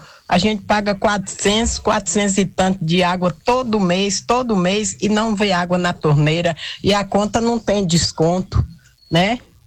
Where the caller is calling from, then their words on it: Bahia, Brazil; do Monte Pascoal.